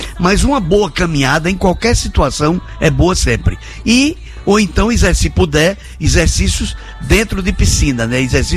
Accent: Pernambuco, Brazil

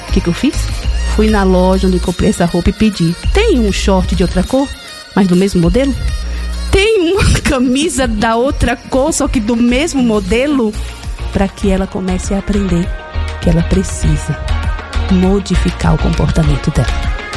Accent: Northeast Region, Brazil; E eu sou nordestina? É!

